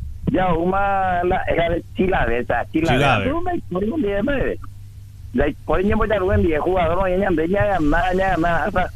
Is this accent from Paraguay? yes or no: yes; Paraguay; yo soy de Vila Aeropuerto